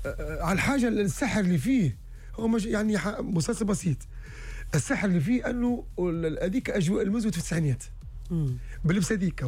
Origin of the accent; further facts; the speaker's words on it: Tunis, Tunis Governorate, Tunisia; born there; مزود اللي انا تربيت عليه في حومتي بسويق